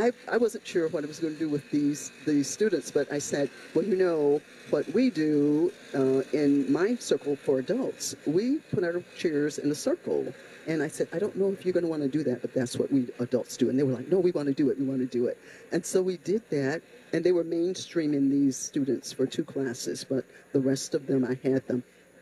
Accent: Alabama, United States; moved away as an adult; also born or lived in Elgin; now in McHenry County, United States; It is. I moved to Illinois when I was 18.

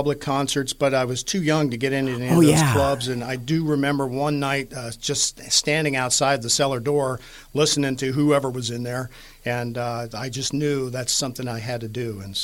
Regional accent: Washington, District of Columbia, United States; also born or lived in Pennsylvania; Well, I was born in Allegheny County and grew up in D.C., and that's where I really got the bluegrass bug.

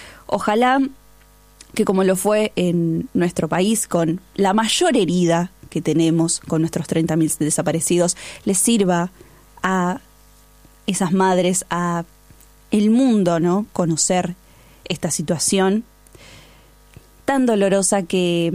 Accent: Argentina; Como argentinos es imposible que no nos interpele el dolor de estas madres.

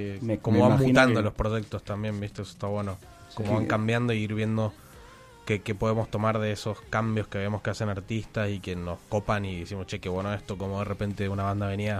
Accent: Mendoza, Argentina; No sé si el más mendocino, pero soy el que está acá.

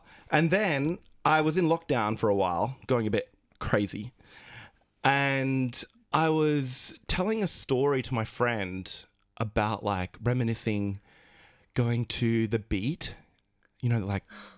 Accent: Brisbane, Queensland, Australia; I grew up in Brisbane.

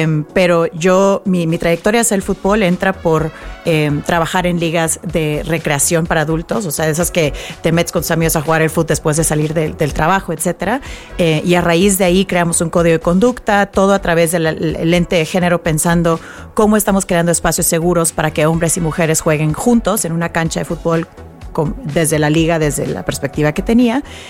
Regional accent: Mexico; moved away as an adult; now in United States; soy mexicana, crecí en México, aunque ahora me toca trabajar en Estados Unidos.

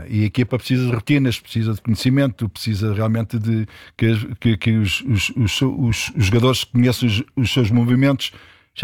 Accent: Lisbon, Portugal; Sim, mas atenção, eu sou do Alto Pina, também o Alto Pina dá 10 a 0 esse Bombonera

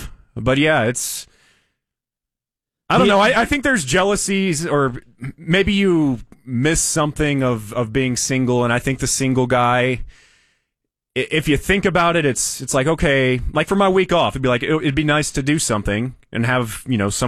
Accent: Denton, Texas, United States; made it down here to my home, I'm from Denton originally, came back, started interning here

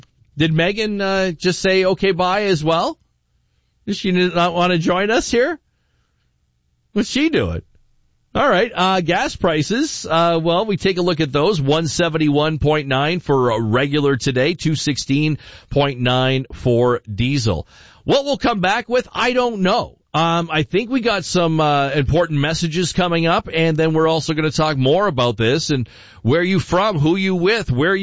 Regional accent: Windsor, Ontario, Canada; If you're talking to somebody from, you know, Tuktoyaktuk, I'm going to say I'm from Windsor. If I'm talking to somebody from Windsor, I'll say I grew up in South Windsor.

